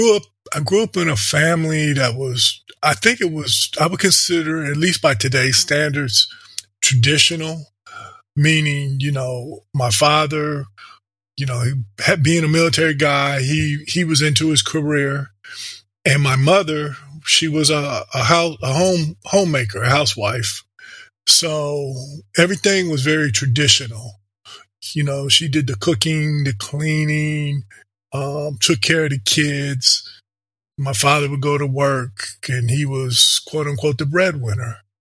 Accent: St. Paul, Minnesota, United States; born there; also born or lived in Michigan / Grand Forks, North Dakota; So I was born in St. Paul, Minnesota, lived there for a couple of years. Then we moved to Michigan, a small city in Michigan. I don't even remember the name of it. We were there for, I believe, 2 years. Then we moved to Grand Forks, North Dakota.

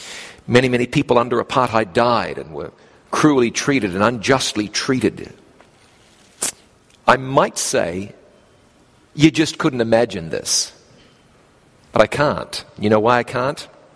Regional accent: New Zealand; born or raised there

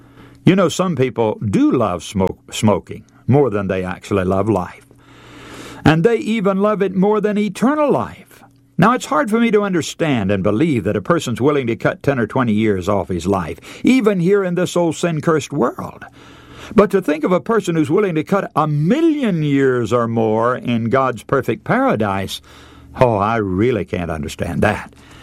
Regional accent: North Carolina, United States; I was born in North Carolina and grew up there, and I live close to a large city there with its rancid smell of tobacco.

